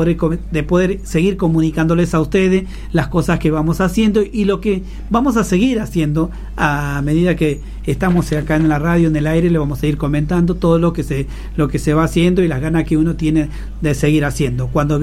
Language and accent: Spanish; Medellín, Santiago del Estero, Argentina; moved away; Yo soy de ahí de Medellín también, cerquita, que es de Simbolpampa